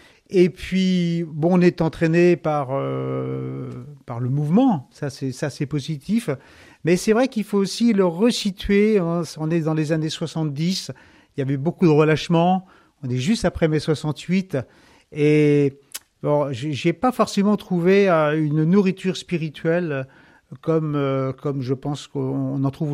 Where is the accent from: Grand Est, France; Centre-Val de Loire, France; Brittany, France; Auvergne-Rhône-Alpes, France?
Brittany, France; Lamballe; born there; moi je suis né en 1962 à Lamballe, dans les Côtes d'Armor.